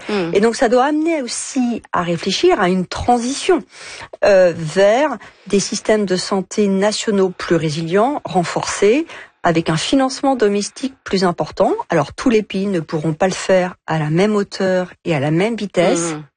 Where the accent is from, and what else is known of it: France